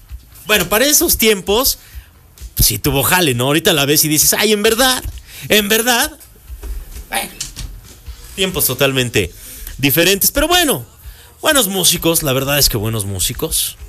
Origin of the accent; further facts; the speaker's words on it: Italy; accent: Italianized Spanish; Spanish is a second language; moved away; yo vengo de Italia, ¿no? Entonces, como a los 5 o 6 años empecé a hablar castellano, español.